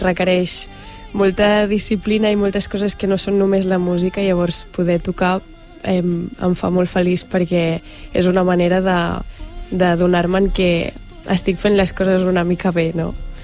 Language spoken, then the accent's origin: Catalan; Begues, Catalonia, Spain; now in Sant Boi de Llobregat, Spain; jo sóc de Begues i ara visc aquí a Sant Boi